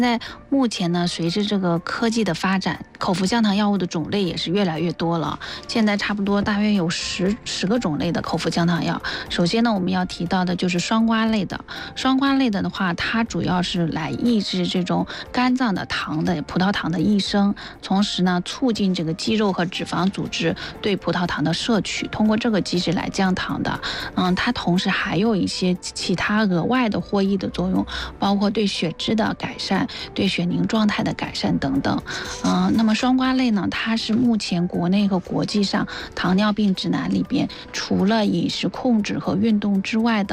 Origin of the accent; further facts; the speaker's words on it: China; 就比较适合我们中国人的。